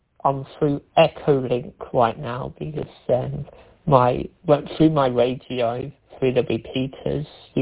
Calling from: Kinver, West Midlands, United Kingdom; I am from Stourbridge, Kimver, near the Watt Caves up there.

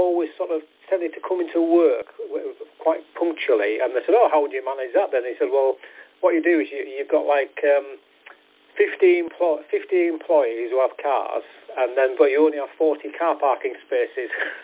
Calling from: Richmond, Yorkshire and the Humber, United Kingdom; I'm not far from Scotch Corner, Richmond, North Yorkshire.

